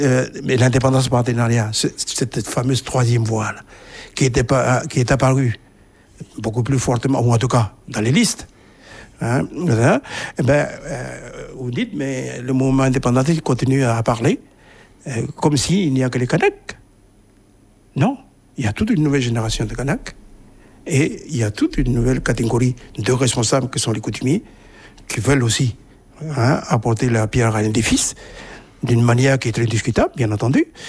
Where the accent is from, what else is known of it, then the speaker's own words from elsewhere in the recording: South Province, New Caledonia; pour nous les gens du Sud